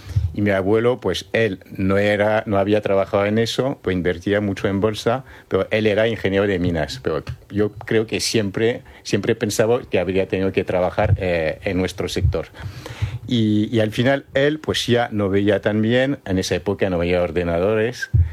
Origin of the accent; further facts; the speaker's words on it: Paris, Île-de-France, France; moved away as an adult; now in Spain; yo soy de París y bueno, empecé ahí.